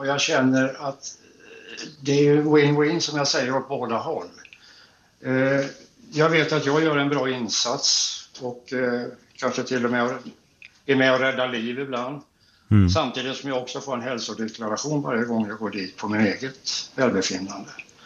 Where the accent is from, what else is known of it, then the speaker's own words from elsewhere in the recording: Gothenburg, Västra Götaland County, Sweden; Som göteborgare så … naturligtvis.